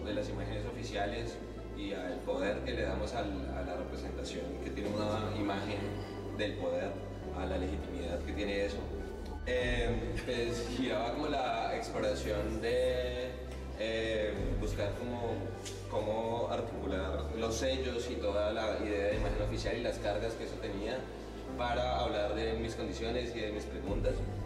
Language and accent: Spanish; Colombia; moved away; soy colombiano y estoy aquí hace unos 4 años